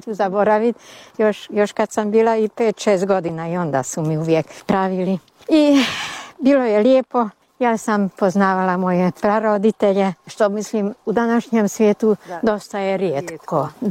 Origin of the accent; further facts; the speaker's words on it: Udvar, Baranya, Hungary; moved away as an adult; Ja sam se tu rodila u Udvaru i u onoj kući kuda budemo ušli. Tamo sam se jedino ja rodila i na to sam ponosna, jer nisam se u bolnici rodila, već kod kuće. I meni je bilo lijepo. Moje djetinjstvo tu u Udvaru